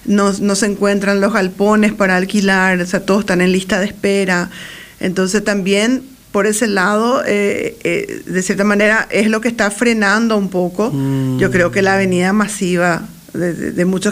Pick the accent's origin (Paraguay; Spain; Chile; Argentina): Paraguay; Como paraguayos creo que ya lo tenemos.